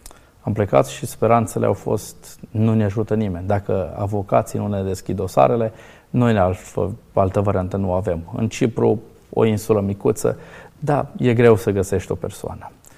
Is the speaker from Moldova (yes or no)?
no; Hațeg, Hunedoara County, Romania; born or raised there